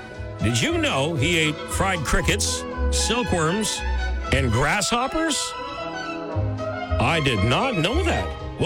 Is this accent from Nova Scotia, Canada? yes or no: no; Hull, Quebec, Canada; born there; which is odd because I was born in Hull, Quebec.